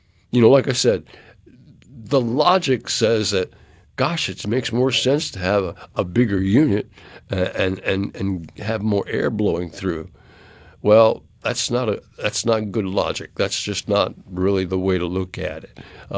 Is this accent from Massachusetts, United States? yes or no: yes; Cape Cod, Massachusetts, United States; now in Mississippi, United States; I grew up on Cape Cod, Massachusetts. But I've been here for 40-plus years, probably longer than that.